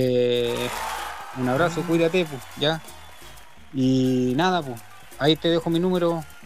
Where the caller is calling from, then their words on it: Coronel, Biobío, Chile; de acá yo soy de Coronel Lagunilla